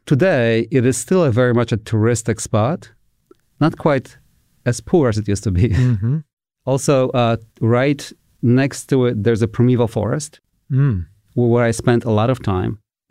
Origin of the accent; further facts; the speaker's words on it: Augustów, Podlaskie Voivodeship, Poland; moved away as an adult; the little town I grew up in Poland.